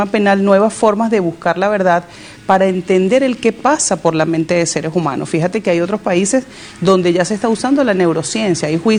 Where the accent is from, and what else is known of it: Venezuela